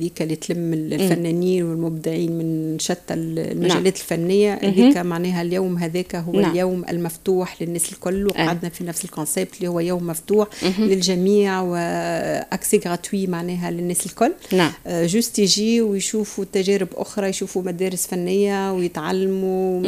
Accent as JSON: {"language": "Arabic", "country": "Tunisia", "said": "الموروث الثقافي المادي ولا مادي اللي عندنا في تونس،"}